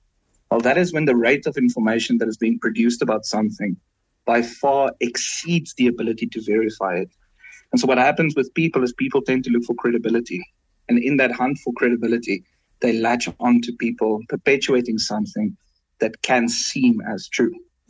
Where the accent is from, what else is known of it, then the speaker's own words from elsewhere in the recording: South Africa; As a South African